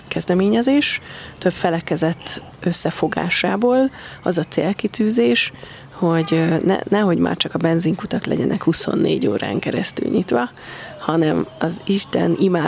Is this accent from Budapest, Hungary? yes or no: yes; Budapest, Hungary; Májra Remetén nőttem föl